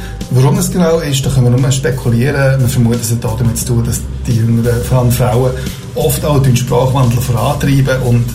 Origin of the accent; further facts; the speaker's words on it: Zofingen, Aargau, Switzerland; Ich als Zofiger kann schreiben, ich, anstatt ich, um mir zu sagen, hey, eben, übrigens, ich komme aus Zofiger, da wird das oft so gemacht.